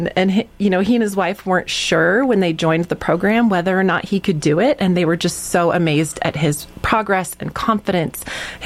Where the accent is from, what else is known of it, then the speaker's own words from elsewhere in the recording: Oregon, United States; So when we moved back to Oregon, I'm originally from Oregon. When we moved back to Oregon, my husband and I talked